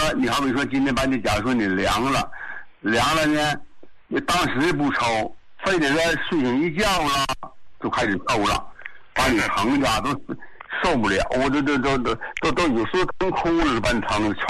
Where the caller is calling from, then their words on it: Qinhuangdao, Hebei, China; 我是那个秦皇岛的。